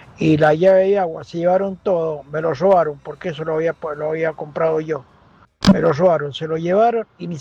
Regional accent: Guaymallén, Mendoza, Argentina; Ay, chico, miren, yo soy acá de Guaymallén.

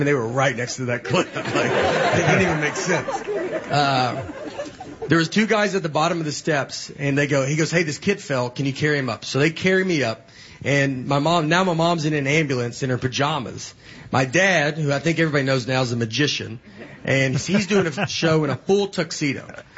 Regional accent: Old Hickory, Tennessee, United States; So I grew up in Old Hickory, Tennessee

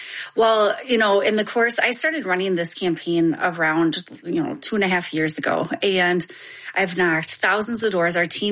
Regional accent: Coon Rapids, Minnesota, United States; So, born and raised in Coon Rapids, Minnesota. It's a suburb about 20 minutes north of Minneapolis.

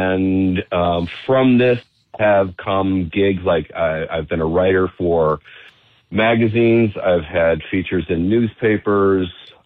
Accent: Cleveland, Ohio, United States; moved away as an adult; now in New York City, United States; I'm gunning for my hometown, Flash. Okay. Like, it doesn't, you know, you can take the boy out of Cleveland, as they say.

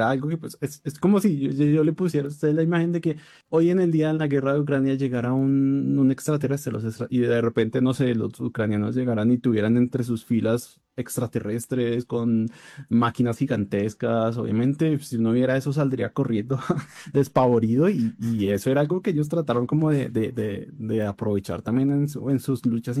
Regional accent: Bogotá, Colombia; O sea, yo pues soy bogotano y caminaba por las calles

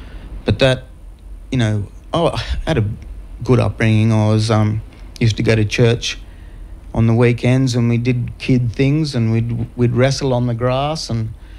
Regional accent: Goulburn, New South Wales, Australia; moved away as an adult; Well, I'm an old codger. I grew up in Goulburn, born in Goulburn, moved away and come back three times.

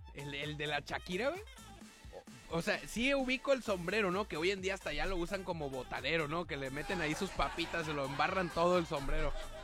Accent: Mexico

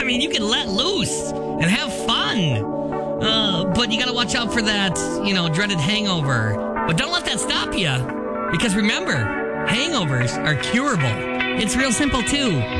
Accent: Ireland; Remember, I'm Irish.

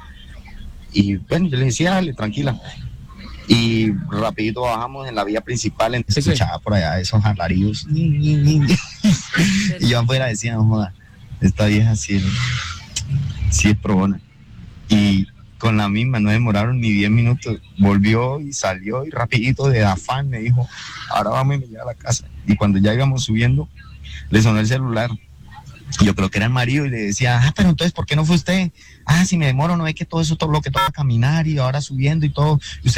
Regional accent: Bucaramanga, Santander, Colombia; Bucaramanga.

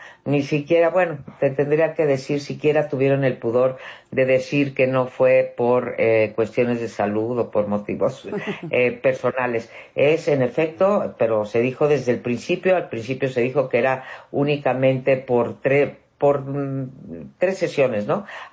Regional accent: Mexico; me duele como mexicana decir esto.

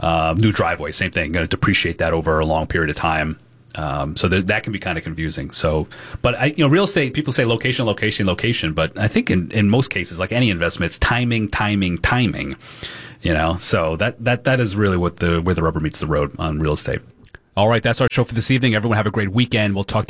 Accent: Rhode Island, United States; I know here in Rhode Island, my home state, there are different standards for two-family buildings

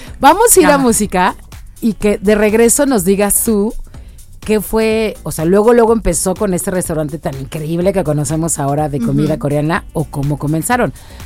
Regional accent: Guadalajara, Jalisco, Mexico; no sé cómo hablamos los tapatíos

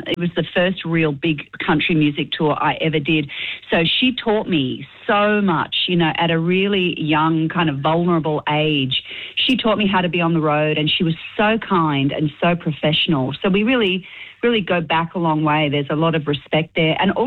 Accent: Australia; accent: Australian; moved away as an adult; now in Nashville, United States; I always forget that I have an Australian accent.

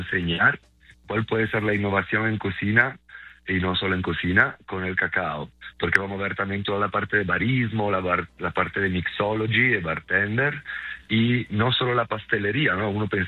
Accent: Italy; Spanish is a second language; yo llego del mundo de la gastronomía, obviamente, pues por el acento, ¿no? Soy italiano

